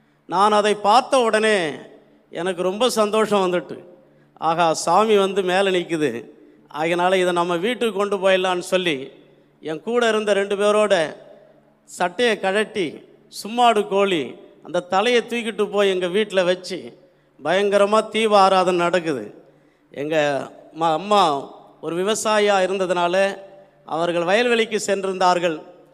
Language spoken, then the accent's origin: Tamil; Tamil Nadu, India; born there; நான் சிதம்பரத்திற்கும் அருகிலே ஒரு சாதாரணமான ஒரு குக்கிராமத்திலே இயேசுவை அறியாத குடும்பத்திலே நான் பிறந்தவன்.